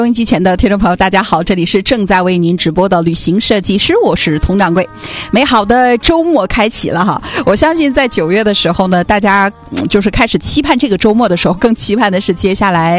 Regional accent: Huadian, Jilin, China; 我也要为我的家乡画店来代言一下哈。

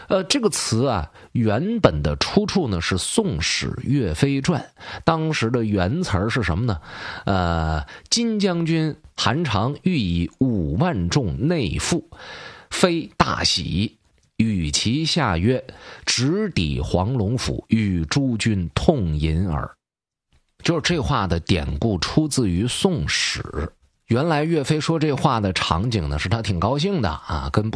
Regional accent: Changchun, Jilin, China

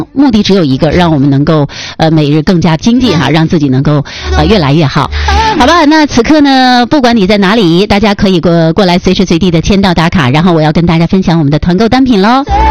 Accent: Northeast China, China; 然后我们东北人呢就是比较豪爽，比较热情哈，也比较实诚。

